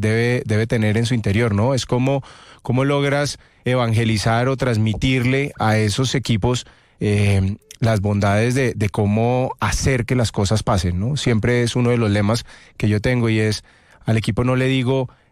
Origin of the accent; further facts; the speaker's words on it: Bogotá, Colombia; Nací y crecí en Bogotá, en la zona norte, en Usaquén.